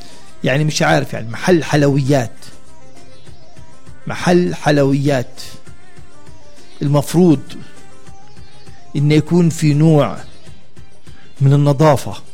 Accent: Bethlehem, West Bank, Palestine; كل بيحكي معقول هاي الأشياء موجودة عندنا في بيت لحم؟

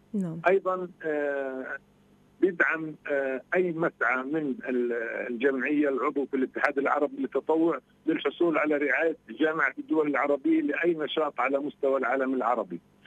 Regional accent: Palestine; وعندنا في فلسطين

